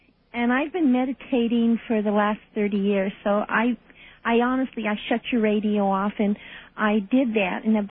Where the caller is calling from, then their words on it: Fairbanks, Alaska, United States; I'm calling from Fairbanks, Alaska.